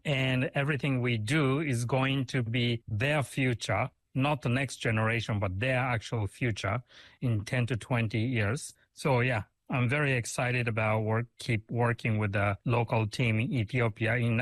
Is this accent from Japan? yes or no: yes; Japan; now in Africa; You know, I'm from Japan.